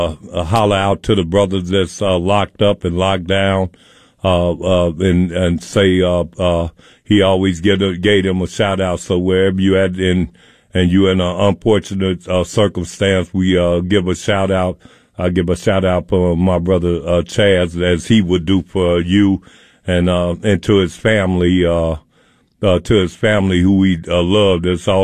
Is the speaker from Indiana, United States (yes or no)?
no; Chicago, Illinois, United States; now in Minneapolis, United States; when I was growing up in the Robert Taylor Projects, we didn't even know we didn't have a lot of resources, but we were able to survive.